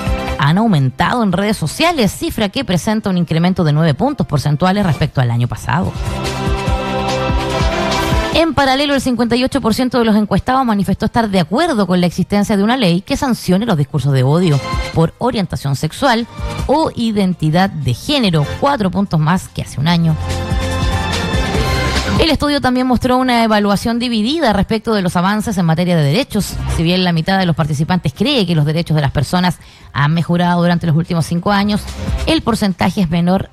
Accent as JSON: {"language": "Spanish", "country": "Chile", "said": "no nos hace bien como chilenos"}